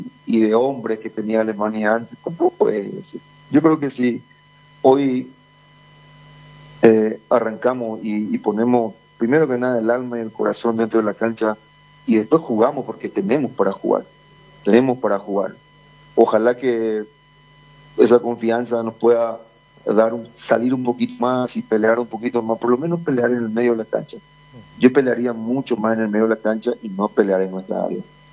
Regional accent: Paraguay

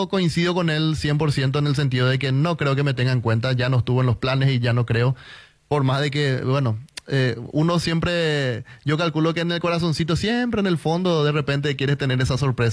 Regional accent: Paraguay

